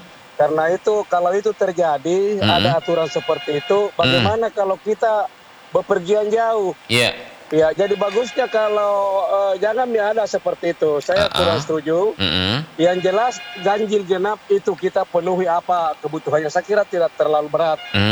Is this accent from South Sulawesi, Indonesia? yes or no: yes; South Sulawesi, Indonesia; kita orang Sulsel ini